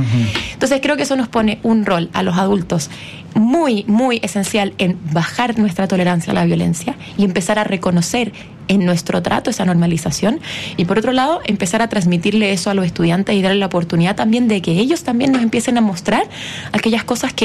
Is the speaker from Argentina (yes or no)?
no; Chile